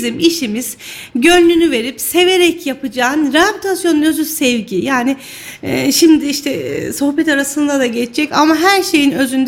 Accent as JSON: {"language": "Turkish", "region": "Kayseri", "country": "Turkey", "tie": "born there", "also_born_or_lived": "Ankara", "said": "1981 yılında Kayseri'de doğdum. Nevşehir Kozaklılıyım aslen."}